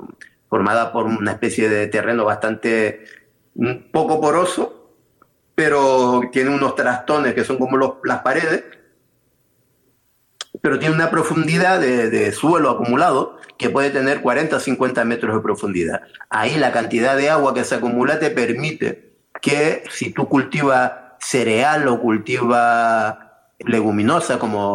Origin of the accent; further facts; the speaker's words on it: Tenerife, Canary Islands, Spain; also born or lived in Fuerteventura; yo me fui a Fuerteventura, yo soy de Tenerife, pero me fui a trabajar a Fuerteventura en 1977